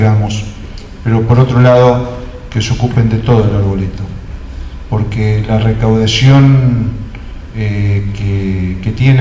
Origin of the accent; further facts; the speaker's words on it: Argentina; Creo que es un deber como argentino y en un recinto como en el que estamos en este momento decirle gracias a Selección Argentina.